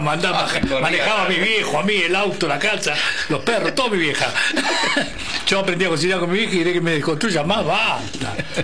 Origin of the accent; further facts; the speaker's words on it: Buenos Aires, Argentina; accent: porteño; yo hablo en porteño, no es ofensivo. Yo soy porteño.